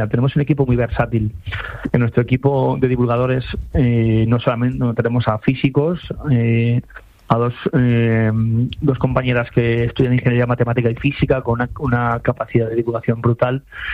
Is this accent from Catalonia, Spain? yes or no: no; Valencian Community, Spain; Yo como valenciano son las mejores que se hacen en Valencia, así.